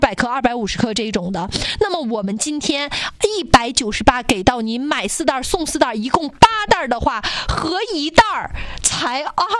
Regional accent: Northeast China, China; 就是咱们东北人非常喜欢的那个卤味儿啊

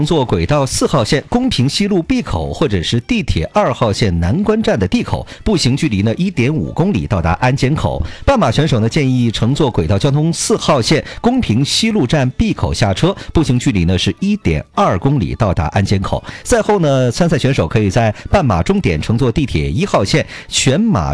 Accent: Northeast China, China; 对于我们东北人来说

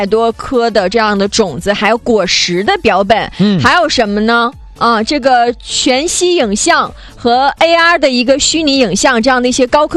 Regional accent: Northeast China, China; 我们的家乡东北，

